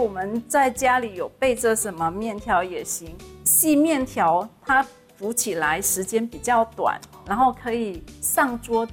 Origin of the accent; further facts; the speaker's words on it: Malaysia; moved away; 我是来自马来西亚，马来西亚大家都知道是很热的天气。